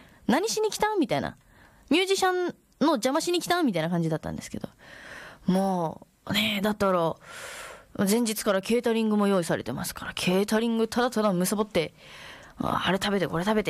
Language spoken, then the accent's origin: Japanese; Miyazaki, Japan; 私角水希と同じ宮崎県出身でございます。